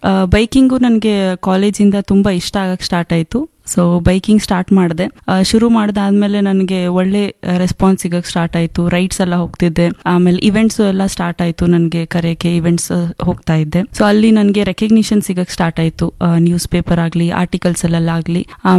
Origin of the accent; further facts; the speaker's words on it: Hubballi, Karnataka, India; ನಾನು ಹುಬ್ಬಳ್ಳಿಯಿಂದ ಬಂದಿದ್ದೀನಿ. ನಾನು ಹುಟ್ಟಿ ಬೆಳೆದಿದ್ದೆಲ್ಲ ಹುಬ್ಬಳ್ಳಿಯಲ್ಲೇ.